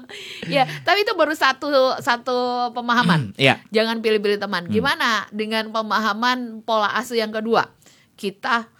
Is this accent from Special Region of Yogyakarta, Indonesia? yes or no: no; Surakarta, Central Java, Indonesia; Padahal casingnya doang kayak orang Sumatera mah. Aslinya mah kita mau Wong Solo